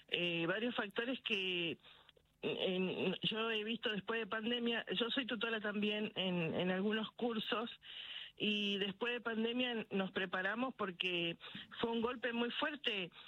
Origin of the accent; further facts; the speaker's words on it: Misiones, Argentina; now in Buenos Aires, Argentina; Yo soy de Misiones.